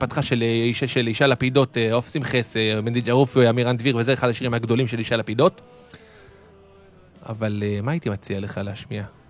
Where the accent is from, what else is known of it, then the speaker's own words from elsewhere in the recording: Jerusalem, Jerusalem District, Israel; מתגורר בתוך חבד במקור בירושלים.